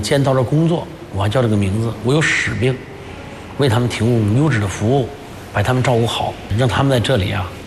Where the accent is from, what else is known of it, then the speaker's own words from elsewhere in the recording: Tangshan, Hebei, China; born there; 我出生在唐山大地震之后的2个小时。